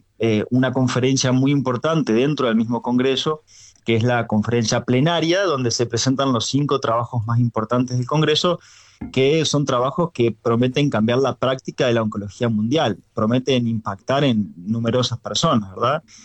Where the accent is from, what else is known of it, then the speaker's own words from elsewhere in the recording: Argentina; para nosotros como argentinos